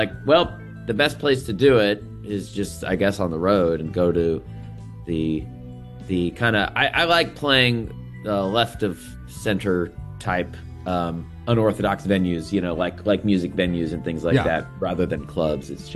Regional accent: Tulsa, Oklahoma, United States; moved away; I'm a Tulsa guy. I'm from Tulsa originally.

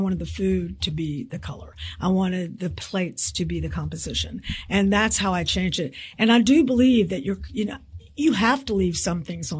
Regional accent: Memphis, Tennessee, United States; now in New York, United States; I came from Memphis. So … in Manhattan.

